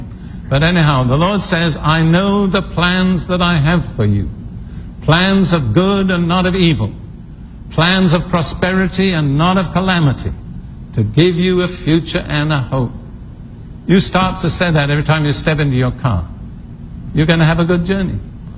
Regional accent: United Kingdom; moved away; Now, I am British by background, as most of you know.

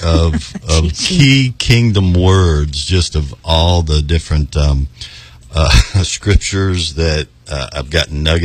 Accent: Miami, Florida, United States; now in Aiken, United States; I'm from Miami, Florida, and I'm living in Aiken, South Carolina

